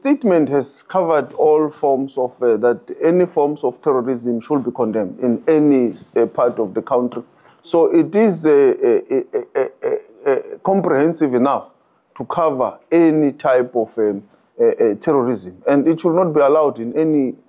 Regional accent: South Africa

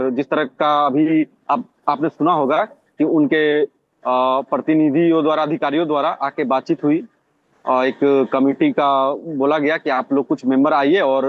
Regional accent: Jharkhand, India; तो ma'am actually हम लोग झारखंड से आते हैं, हम लोग यहाँ सभ्यता कल्चर से जुड़े हुए लोग हैं

